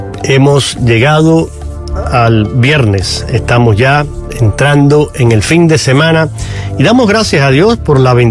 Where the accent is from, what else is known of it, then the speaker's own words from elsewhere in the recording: Cuba; now in United States; Es inmigrante, al igual que este servidor … que soy cubano. Los dos abandonamos nuestros países por razones y motivos y estamos aquí en Estados Unidos